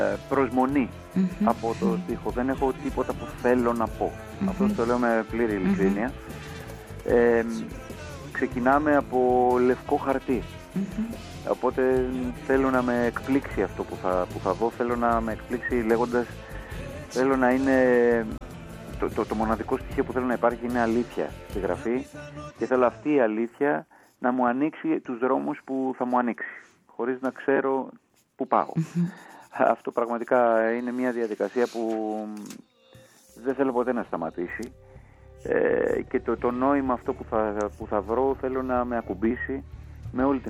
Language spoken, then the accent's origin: Greek; Greece; και οι προσλαμβάνωσεις που έχουμε και ως Έλληνες γενικότερα στα ακούσματά μας και η παράδοσή μας.